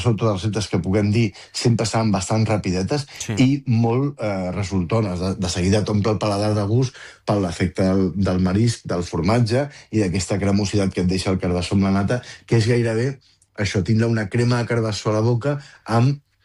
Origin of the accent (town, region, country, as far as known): Catalonia, Spain; born or raised there